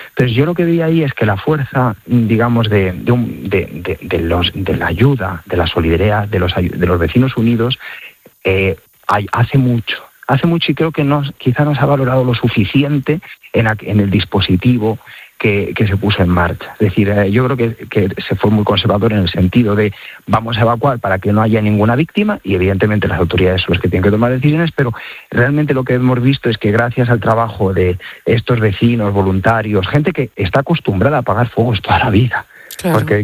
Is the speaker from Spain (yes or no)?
yes; Las Navas del Marqués, Castile and León, Spain; now in Cebreros, Spain; Llevo un año de párroco en Cebreros. Pero yo soy de las Naves del Marqués.